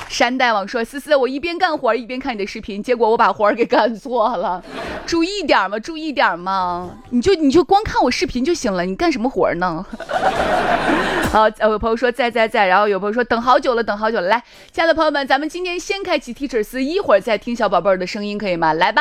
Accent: Shaanxi, China; 很多人他不会跟陌生人攀谈，我们陕西人会

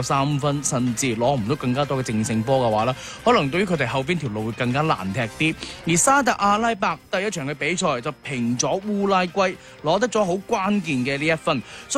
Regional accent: Guangdong, China; 我哋广东人讲咧 hea 打

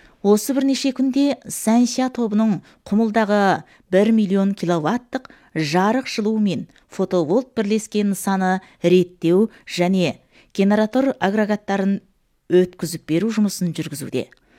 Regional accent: Hotan, Xinjiang, China; Хотанның төл тумасымын. Кезінде Дашөні басқа жерден оқығанмын. Қазір қайтып келіп оқытушы болдым.

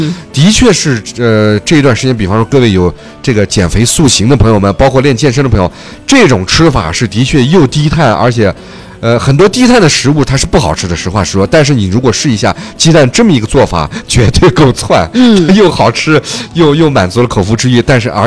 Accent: Xinjiang, China; 咱们新疆人做饭，包括开馆子，为什么实在实诚？

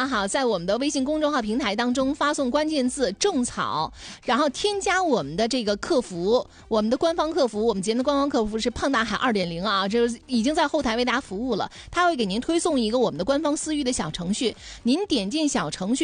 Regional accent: Northeast China, China; 咱们东北人要吃米啊

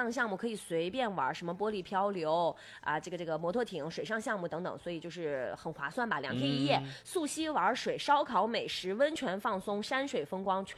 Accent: Inner Mongolia, China; moved away; 我家乡内蒙古

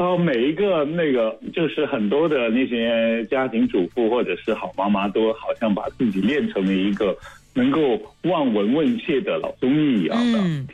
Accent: Guangzhou, Guangdong, China; 打小在广州长大。

